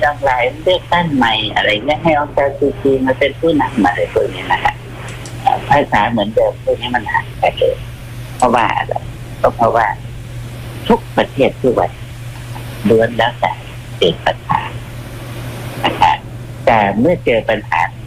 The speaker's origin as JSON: {"language": "Thai", "region": "Vientiane Province", "country": "Laos", "tie": "born or raised there", "said": "ที่ลาวแต่บ้านเกิดเนี่ยห่างจากนครเวียงจันทร์50กิโลแต่อยู่อีกแขวงหนึ่งเขาเรียกว่าแขวงเวียงจันทร์"}